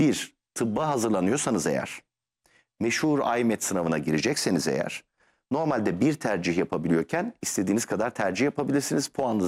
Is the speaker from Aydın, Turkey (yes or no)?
yes; Aydın, Turkey; born or raised there